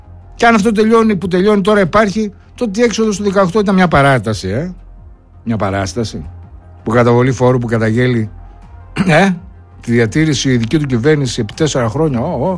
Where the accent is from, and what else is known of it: Greece